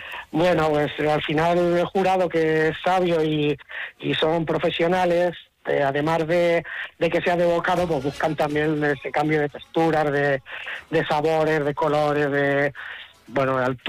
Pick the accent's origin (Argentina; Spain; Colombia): Spain; Albacete, Castilla-La Mancha; yo soy de Albacete y conozco Albacete